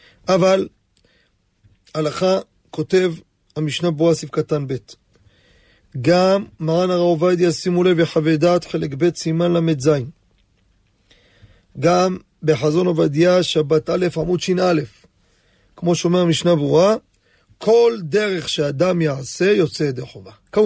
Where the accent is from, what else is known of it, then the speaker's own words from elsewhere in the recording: Jerusalem, Jerusalem District, Israel; born there; כשהייתי נער, בירושלים, כן, כמובן, בשכונת קטמונים